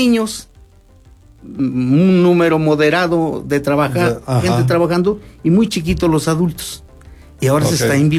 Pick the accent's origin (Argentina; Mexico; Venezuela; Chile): Mexico; moved away; En los ríos de mi pueblo. Ajá. Hay un río muy grande que es un afluente, el río Amacuzac.